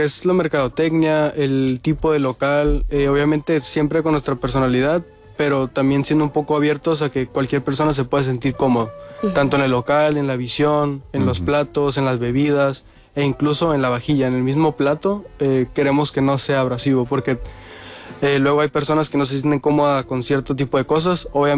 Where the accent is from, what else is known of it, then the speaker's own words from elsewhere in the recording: Mexico; para como mexicanos, es una identidad